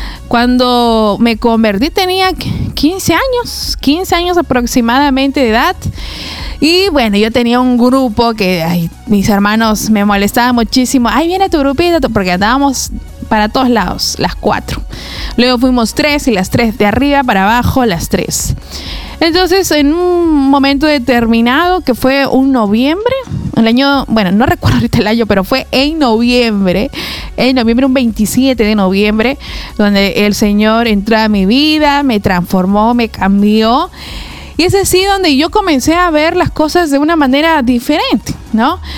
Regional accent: northern Peru, Peru; also born or lived in Pisco; toda mi vida prácticamente, la mayor parte de mi vida la he vivido en el norte.

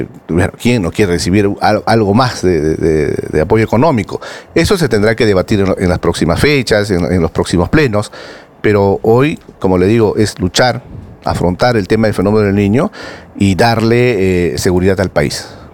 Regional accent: Tumbes, Peru; yo vengo de Tumbes.

